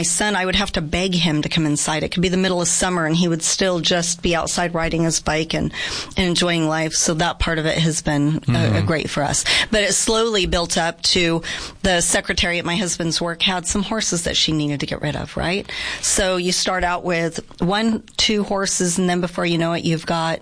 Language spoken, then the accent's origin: English; Yuma, Arizona, United States; Born and raised, yes.